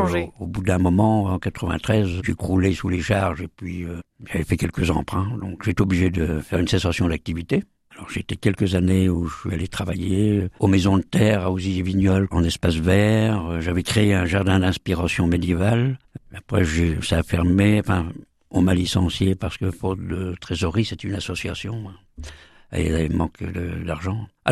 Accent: Frontenay-sur-Dive, Nouvelle-Aquitaine, France; Voilà, je suis originaire de Frontenay-sur-Dive, à côté de Saint-Jean-de-Sceaux, entre Mirbeau et Loudun, Nord-Vienne. J'y suis toujours, voilà.

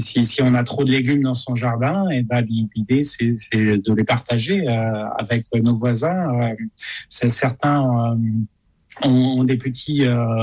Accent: Brittany, France; peut cultiver ben, chez nous en Bretagne.

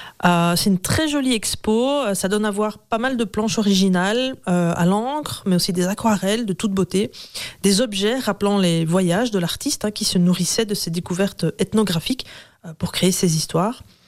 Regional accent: Belgium; chez nous, en Belgique

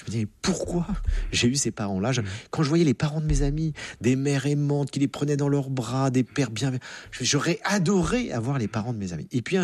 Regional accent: France; Quand on est français, on se plaint doublement, voilà.

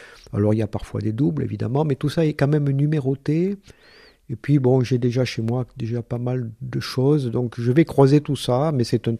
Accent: Albi, Occitanie, France; born there; moi je suis issu de l'école Sainte-Marie d'Albi, donc j'ai fait toutes mes études secondaires

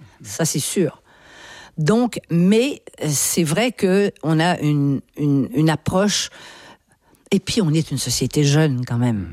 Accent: Canada; Oui, nous sommes des Nord-Américains. Ça, je m'en suis rendu compte en arrivant ici.

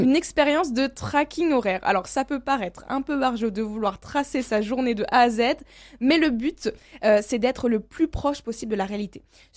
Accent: France; Mais nous sommes français. Nous faisons partie de ces personnes sur cette planète à chérir la nourriture.

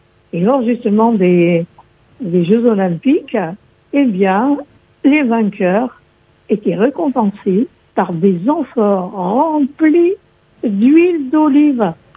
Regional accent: Corsica, France; chez nous en Corse, on a quand même des bonnes olives

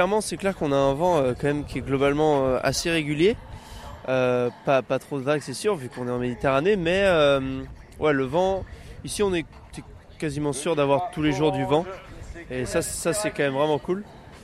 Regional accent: La Baule, Pays de la Loire, France

